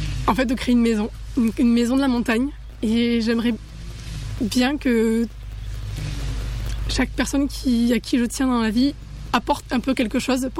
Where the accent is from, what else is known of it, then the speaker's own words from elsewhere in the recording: Luz-Saint-Sauveur, Occitanie, France; Alors, je suis originaire d'ici. Je suis originaire de Luz-Saint-Sauveur